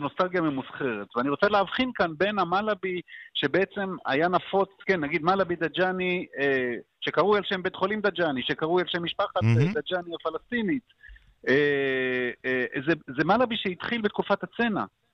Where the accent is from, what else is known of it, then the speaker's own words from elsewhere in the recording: Jaffa, Tel Aviv District, Israel; אני זוכר בתור ילד ביפו